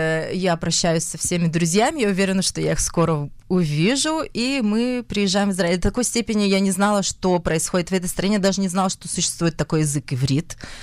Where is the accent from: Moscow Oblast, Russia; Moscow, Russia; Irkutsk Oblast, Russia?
Irkutsk Oblast, Russia; Irkutsk; born there; Родилась я в Сибири. В городе Иркутск.